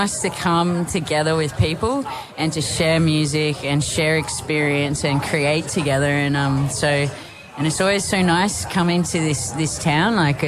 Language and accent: English; New South Wales, Australia; Well, I'm personally from the North Coast, but I've got a little shack in the bush with my kelpie, and we like to grow food and stuff